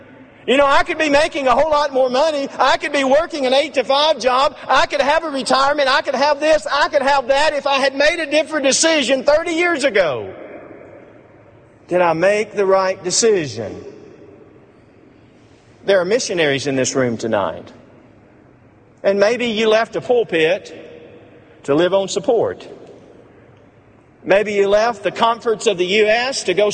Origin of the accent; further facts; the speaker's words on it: Alabama, United States; that's not the term we used when I was growing up in Alabama.